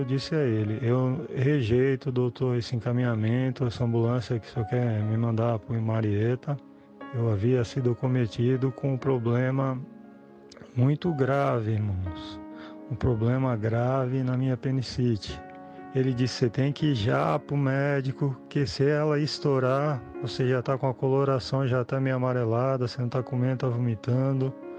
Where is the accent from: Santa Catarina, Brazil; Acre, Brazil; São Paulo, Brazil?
Santa Catarina, Brazil; Penha; Sou aqui da cidade de Penha, Santa Catarina.